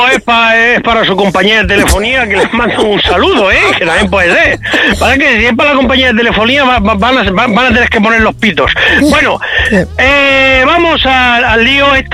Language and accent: Spanish; Spain; siendo español de España con pedigrí